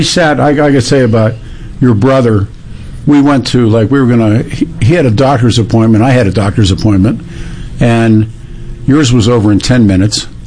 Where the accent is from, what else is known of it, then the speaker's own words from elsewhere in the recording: Pittsburgh, Pennsylvania, United States; moved away; growing up in Pittsburgh as a little kid